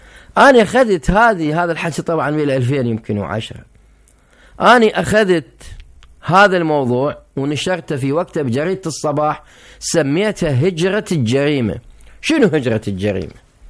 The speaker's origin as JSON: {"language": "Arabic", "country": "Iraq", "said": "صارت ظاهرة عندنا بالعراق"}